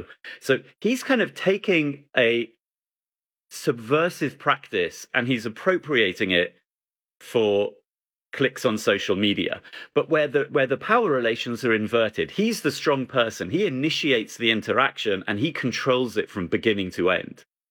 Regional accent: England, United Kingdom; sorry, I'm English. I call it a shopping trolley.

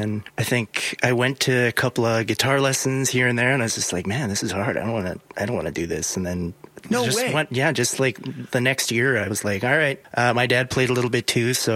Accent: Wabasca, Alberta, Canada; Yeah, so I grew up in Wabasca. It's about 3 hours north of Edmonton. A little small town, a little bit of municipality, a little bit of reserve.

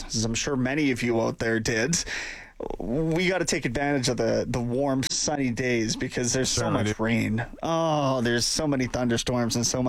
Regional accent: Canada; as a Canadian

